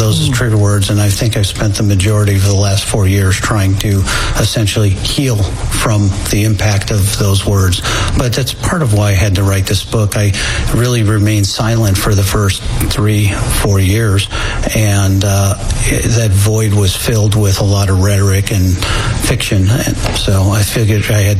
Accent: East Chicago, Indiana, United States; born there; Hammond, Indiana is right next to Gary, East Chicago, where I was born, East Chicago, filled with oil refineries and steel mills.

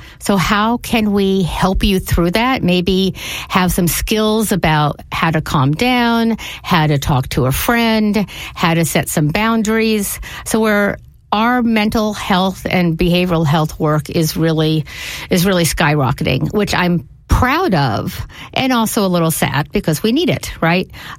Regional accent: Tulsa, Oklahoma, United States; I still have both my parents in my life. I grew up in Tulsa, Oklahoma, and my father said I could do whatever I wanted to do.

